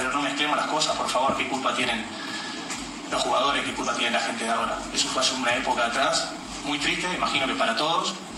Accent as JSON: {"language": "Spanish", "country": "Argentina", "said": "Ahora que nosotros, como argentinos, tengamos memoria a esa gente que fue ahí"}